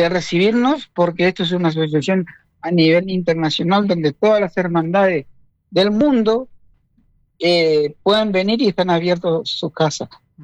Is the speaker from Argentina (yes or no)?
yes; San Roque, Corrientes, Argentina; moved away; me acordé de toda la gente de mi pueblo, de mi infancia, de que cuando se hacía las novenas en San Roque